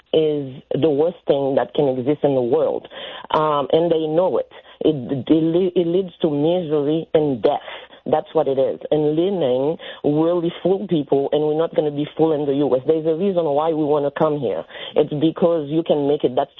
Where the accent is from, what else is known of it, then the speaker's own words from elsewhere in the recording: Haiti; now in United States; I come from Haiti.